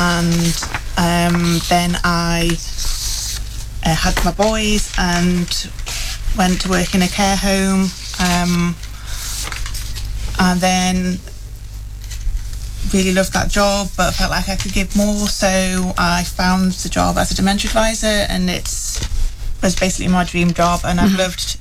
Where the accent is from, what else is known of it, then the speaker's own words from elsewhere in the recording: North East England, United Kingdom; I'm from the Northeast.